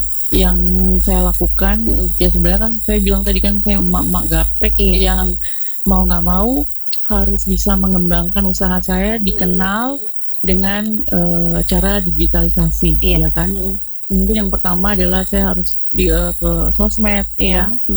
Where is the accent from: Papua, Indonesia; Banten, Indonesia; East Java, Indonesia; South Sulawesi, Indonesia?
Papua, Indonesia; Dan waktu itu aku Papua, istilahnya Indonesia Timur, satu-satunya yang bisa lolos masuk jadi lima besar.